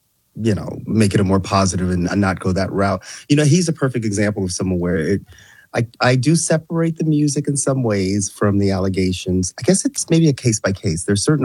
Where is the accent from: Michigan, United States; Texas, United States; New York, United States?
New York, United States; New York City; as a little black kid growing up in New York City.